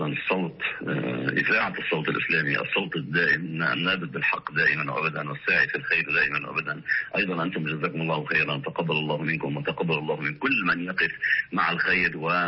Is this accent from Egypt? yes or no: no; Lebanon; الغنم في عندنا في لبنان الكيلو فاق $20 أمريكي